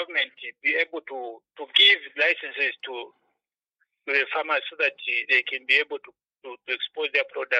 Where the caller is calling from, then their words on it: Solwezi, North-Western Province, Zambia; calling from Sorezi.